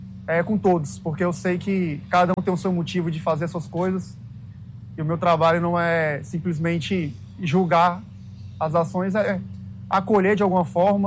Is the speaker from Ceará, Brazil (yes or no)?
yes; Cascavel, Ceará, Brazil; moved away as an adult; é um homem hoje, né, de Cascavel, Ceará, onde todo mundo sabe da minha vida lá na minha cidade, todo mundo sabe o que é que eu fiz lá, acho que dos meus primeiro ano até os 20, na pracinha do Maninho